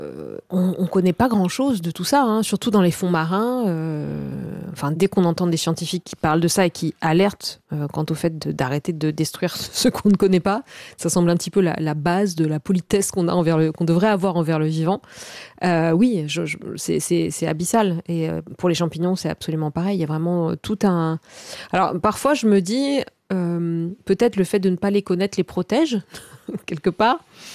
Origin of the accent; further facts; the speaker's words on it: Corsica, France; moi je suis donc originaire de Corse et de moyenne montagne, de Castagniccia.